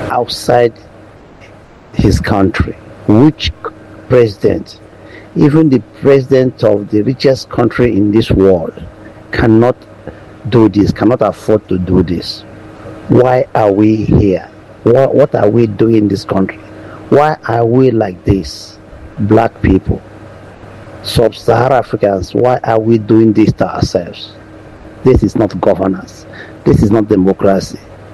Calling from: Germany; Yeah, good morning. … from Germany.

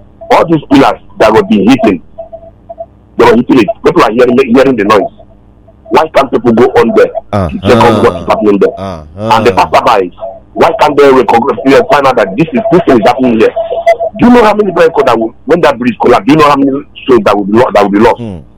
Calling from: Lagos, Nigeria; I'm calling from Lagos.

